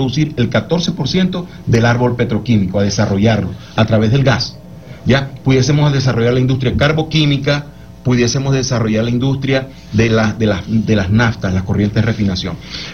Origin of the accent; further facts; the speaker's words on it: Zulia, Venezuela; Del Zulia.